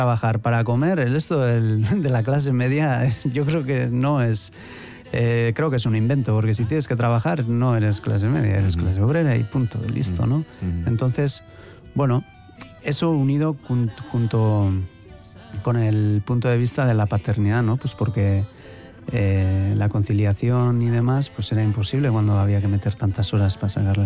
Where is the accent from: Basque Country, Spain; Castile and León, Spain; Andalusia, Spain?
Basque Country, Spain; Bilbao; moved away; yo nacido en Indautxu, pero crecido en Escurce, barrio de Irala. Y bueno, tanto Irala, Zabala, San Adrián, pues bueno, forman lo que es el complejo de barrios altos de Bilbao.